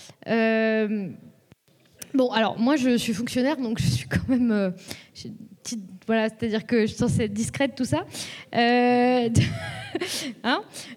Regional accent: Lyon, Auvergne-Rhône-Alpes, France; moi à la base je viens de Lyon, et donc je me suis fait tabasser suffisamment souvent pour bien comprendre comment ça fonctionnait l'extrême droite

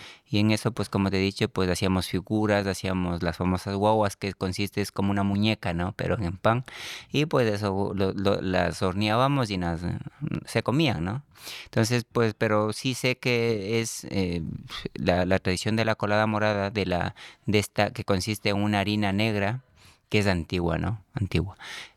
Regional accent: Ecuador; vengo de Ecuador.

